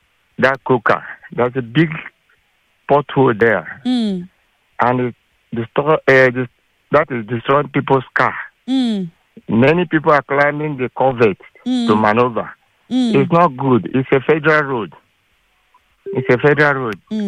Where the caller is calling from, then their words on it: Lagos, Nigeria; I'm calling from Amokoko.